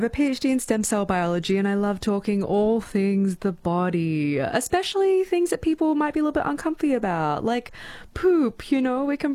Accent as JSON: {"language": "English", "town": "Gold Coast", "region": "Queensland", "country": "Australia", "tie": "born or raised there", "said": "I'm born and raised on the Gold Coast. It's in my blood."}